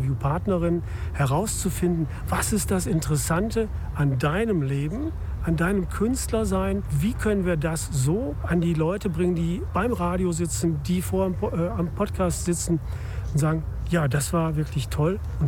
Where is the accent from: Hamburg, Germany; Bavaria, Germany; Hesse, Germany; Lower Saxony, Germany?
Hamburg, Germany; ich komme aus Hamburg.